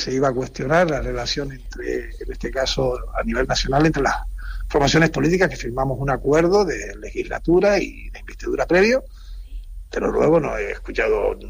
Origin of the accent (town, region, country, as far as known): Canary Islands, Spain